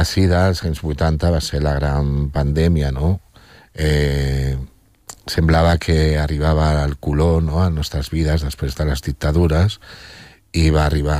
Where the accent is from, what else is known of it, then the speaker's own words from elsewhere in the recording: Córdoba, Andalusia, Spain; Catalan is a second language; moved away; also born or lived in Barcelona; Jo sóc de Còrdoba, però he viscut a Barcelona i m'agradaria provar de fer aquesta entrevista en català, encara que el meu català no és gaire bo del tot.